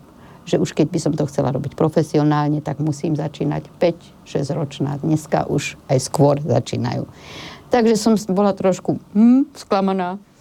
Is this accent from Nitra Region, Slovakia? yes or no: yes; Komárno, Nitra Region, Slovakia; Keď som sa narodila v Komárne, vyrastala som vo veľmi šťastnej rodine, veľmi komplexnej rodine.